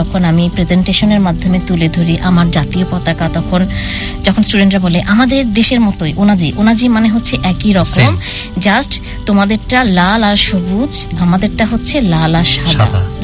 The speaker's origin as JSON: {"language": "Bangla", "country": "Bangladesh", "moved": "as an adult", "lives_now": "Japan", "said": "আমি একজন বাংলাদেশি এবং জাপানিজ স্কুলে ইংলিশ পড়াই।"}